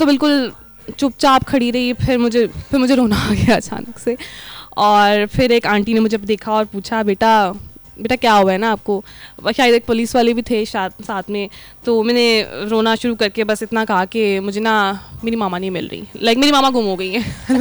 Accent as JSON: {"language": "Urdu", "town": "Lahore", "region": "Punjab", "country": "Pakistan", "also_born_or_lived": "Islamabad", "said": "لاہور کی رہنے والی ہوں، پیدائش میری اسلام آباد کی ہے، … کی پوسٹنگس ہوتی رہتی تھی تو تیسری دفعہ لاہور آئی ہوں میں."}